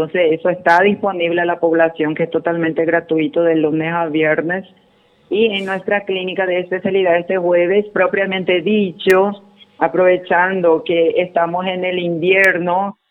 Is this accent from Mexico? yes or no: no; Brazil; Spanish is a second language; now in Paraguay; aunque hablo español, pero soy brasileira. A veces mucha persona piensa que yo soy paraguaya en sí, le dije, soy paraguaya. Sí. Soy brasileira, pero con mi alma paraguaya.